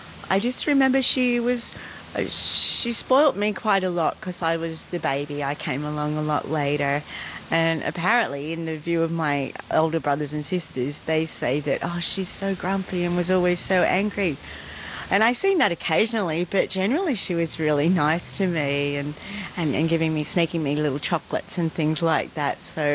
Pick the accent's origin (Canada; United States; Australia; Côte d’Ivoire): Australia; Sydney, New South Wales; I grew up in Sydney, but I was adopted and taken from my mum. So I know that my bloodline is Narunga way and Ghana way, so Adelaide ways.